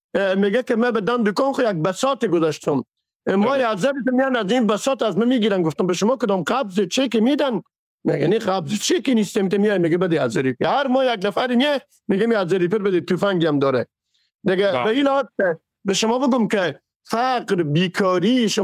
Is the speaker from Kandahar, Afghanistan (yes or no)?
no; Herat, Afghanistan; moved away; در شخص خودمه که از هرات هستم